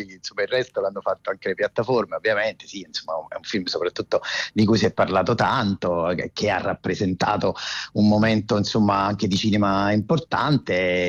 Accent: Caserta, Campania, Italy; now in Rome, Italy; io sono di Caserta, anche se insomma vivo a Roma da tanto tempo, poi ho vissuto fuori anche dall'Italia

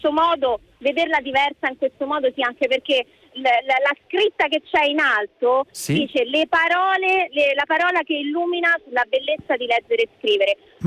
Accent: Rome, Lazio, Italy; Io sono romana di Roma, proprio.

